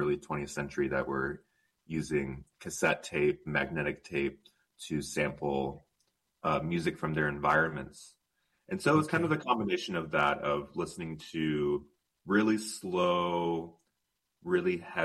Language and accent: English; Wenatchee, Washington, United States; No, I grew up in Central Washington. So I grew up in Wenatchee, Washington, which is in the Columbia Basin. And it's a couple hours south of the Culver Reservation, where my family is from. So we're all from Central Washington.